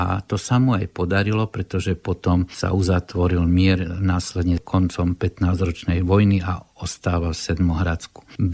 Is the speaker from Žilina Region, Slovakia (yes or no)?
no; Košice, Košice Region, Slovakia; keď už som taký Košičan.